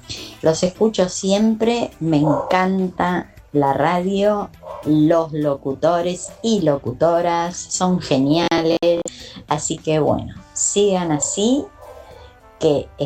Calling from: Buenos Aires, Argentina; soy de Almagro.

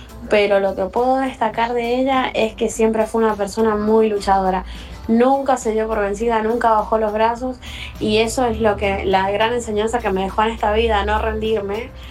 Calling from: Rafael Calzada, Buenos Aires Province, Argentina; soy de Rafael Calzada.

